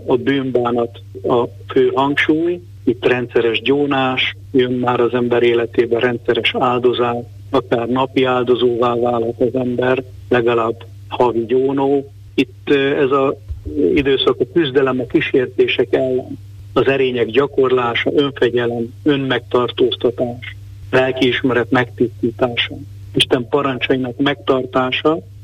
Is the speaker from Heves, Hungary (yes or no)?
yes; Hasznos, Heves, Hungary; born there; now in Mátraszentimre, Hungary; ki vagyok én, 1964-ben születtem valóban, hasznosan egy kis faluban, a Mátrában